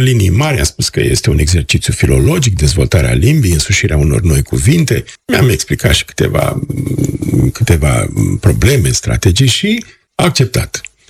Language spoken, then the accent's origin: Romanian; Cârja, Vaslui County, Romania; moved away; primarul de acolo a copilărit în Cârja, în satul meu